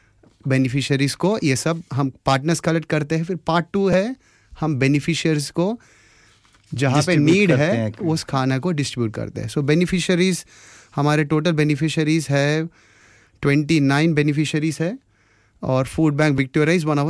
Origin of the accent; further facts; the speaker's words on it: South India, India; Hindi is a second language; Obviously apologies for my Hindi as well, क्योंकि आपको सबको पता है कि मैं साउथ से बिलोंग करता हूँ।